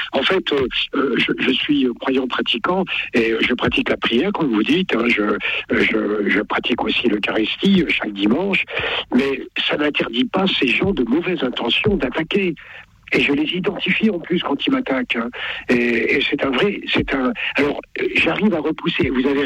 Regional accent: Paris, Île-de-France, France; lorsque vous arrivez dans un petit village en tant que parisien, on pense que vous virez

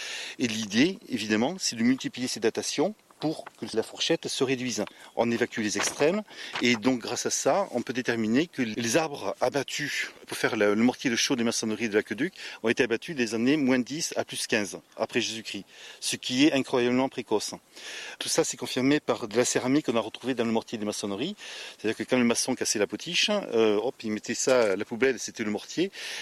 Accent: Vers, Occitanie, France; born there; je suis archéologue, je suis né à Vers et j'habite maintenant à Cabourret.

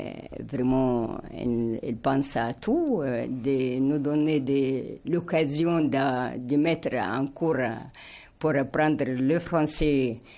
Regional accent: Egypt; French is a second language; now in Lourdes, France; Je suis égyptienne.

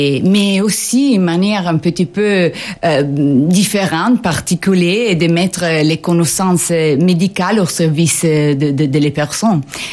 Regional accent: Italy; French is a second language; moved away as an adult; also born or lived in United States; Oui, je suis italienne.

